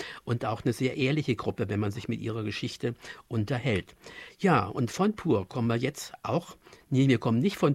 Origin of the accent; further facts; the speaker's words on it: Baunatal, Hesse, Germany; 1999 durfte ich das erste Mal bei mir in meiner Heimatstadt Baunatal live sehen.